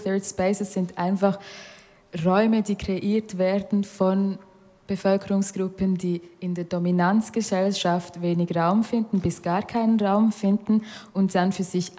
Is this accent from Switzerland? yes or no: yes; Solothurn, Switzerland; born or raised there